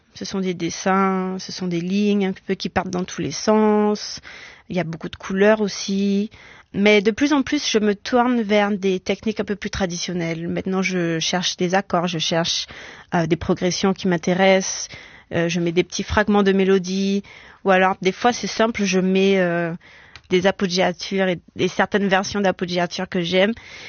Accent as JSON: {"language": "French", "country": "Guadeloupe", "said": "peut-être que c'est parce que je viens de Guadeloupe."}